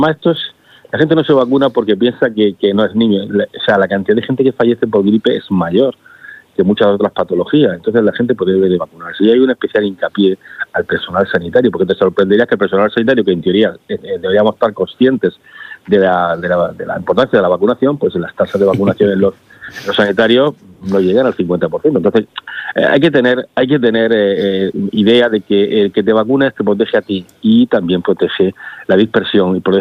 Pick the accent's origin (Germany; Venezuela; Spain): Spain; Almería, Andalusia; Bueno, yo es que realmente soy de Almería, entonces recibo la corriente del estrecho desde pequeño